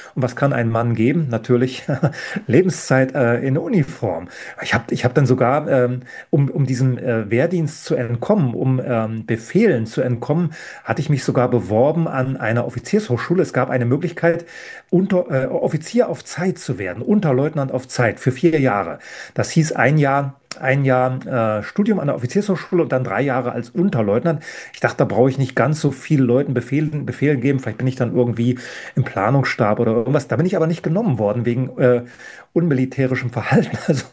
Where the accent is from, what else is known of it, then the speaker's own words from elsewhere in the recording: East Germany, Germany; Ich muss wieder zurück zu meinen Wurzeln, zu dem, wo ich herkomme. Ich muss das nach außen tragen. Wenn schon ein Ostdeutscher so eine Position hat, wenn ein Ostdeutscher an so einer westdeutschen Elite-Universität sprechen darf, dann muss ich da Sachen anbieten zur DDR